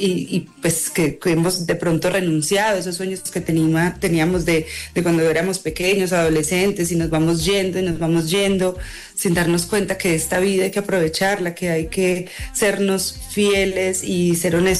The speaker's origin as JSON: {"language": "Spanish", "country": "Colombia", "also_born_or_lived": "United States / Mexico", "moved": "yes", "said": "Luego yo me fui de Colombia, entonces también por eso muchas personas pasa, uno piensa que la gente no se va a olvidar de uno, pero yo creo que sí."}